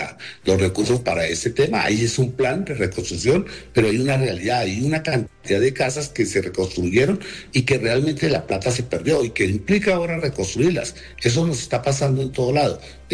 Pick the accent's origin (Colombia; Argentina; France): Colombia; Allí tenemos nosotros, es que como colombianos, hacer una veeduría que esa acción se haga y se haga correctamente.